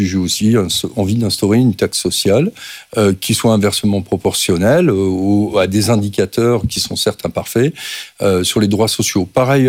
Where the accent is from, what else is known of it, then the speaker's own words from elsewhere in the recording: Grand Est, France; moi je suis alsacien, en Alsace-Lorraine, le régime est équilibré